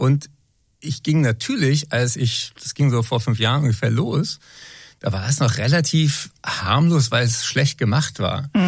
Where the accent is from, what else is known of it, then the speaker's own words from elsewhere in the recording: Frankfurt, Hesse, Germany; born there; Ich bin ja sogar in Frankfurt geboren.